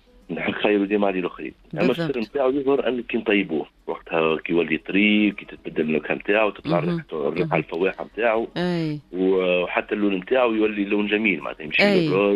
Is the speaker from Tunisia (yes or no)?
yes; Tunisia; عندنا في تونس